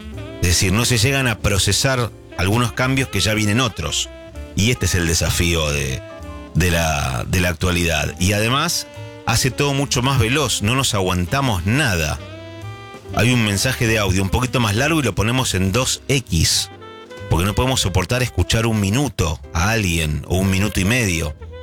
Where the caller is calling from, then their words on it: Pacheco, Buenos Aires, Argentina; soy de Pacheco.